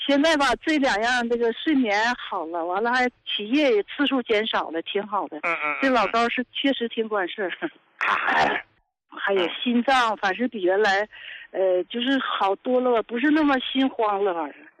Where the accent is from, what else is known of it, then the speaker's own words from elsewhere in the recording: Qiqihar, Heilongjiang, China; 我过去吧，那什么，我是黑龙江的，那啥，齐齐哈尔的，71岁了。